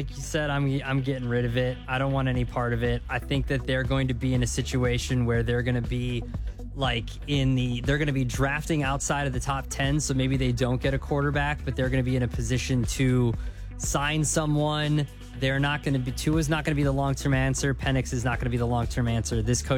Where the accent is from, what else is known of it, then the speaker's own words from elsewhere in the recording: Chicago, Illinois, United States; I'm from Chicago. I've been broadcasting out of this great city for the last 20 years.